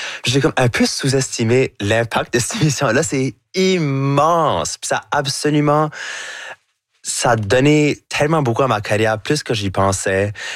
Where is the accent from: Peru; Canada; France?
Canada; Aussitôt que je dis que je suis French Canadian, automatiquement on peut assumer que je suis québécois parce que les gens savent pas c'est quoi l'Acadie.